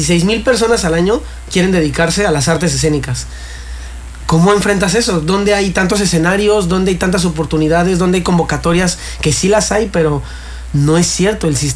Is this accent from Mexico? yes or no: yes; Cancún, Quintana Roo, Mexico; also born or lived in Xalapa / Mexico City; Después ya me voy a Jalapa a estudiar, pero yo crecí aquí en Cancún, me voy a Jalapa, okay. Luego Ciudad de México